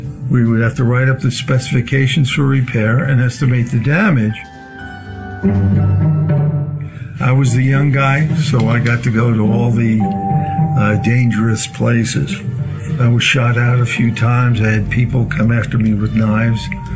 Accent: Long Island, New York, United States; I was born and raised in Long Island. We lived in a small house with my mother's parents, and there was my sister and my parents.

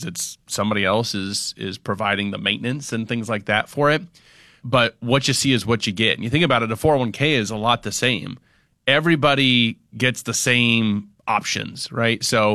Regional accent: Kearney, Nebraska, United States; So I grew up in Kearney, and towards like the later part of July, they've got their cruise night.

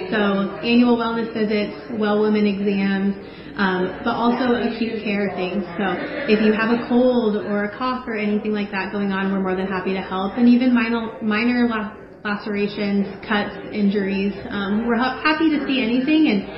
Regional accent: Eustis, Nebraska, United States; Originally, I'm from Eustis, Nebraska

